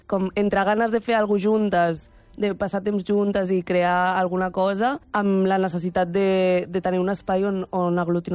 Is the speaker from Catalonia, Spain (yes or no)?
yes; Cambrils, Catalonia, Spain; now in Barcelona, Spain; Jo sóc l'única que no, que sóc de Cambrils.